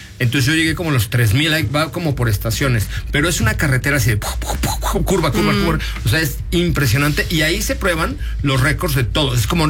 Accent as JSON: {"language": "Spanish", "region": "Mexico City", "country": "Mexico", "tie": "born there", "said": "Sí, nací en la colonia Roma. ¿No, no me hace italiano?"}